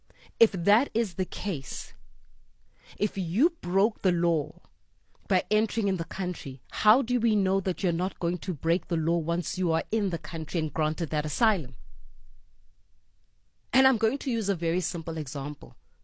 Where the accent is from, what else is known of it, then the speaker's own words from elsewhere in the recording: South Africa; I know as a South African citizen